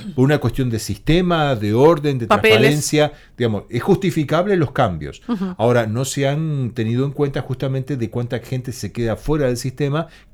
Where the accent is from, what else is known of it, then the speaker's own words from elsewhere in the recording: Argentina; Nosotros, como Argentina